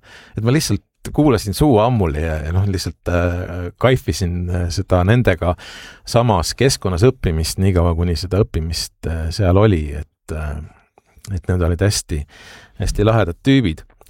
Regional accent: Tallinn, Harju County, Estonia; mina on see sama kooli kasvandik

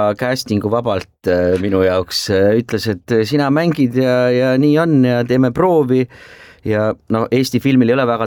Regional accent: Tallinn, Harju County, Estonia; No mina olen muidugi linnapoiss ja tallinlane eluaeg olnud

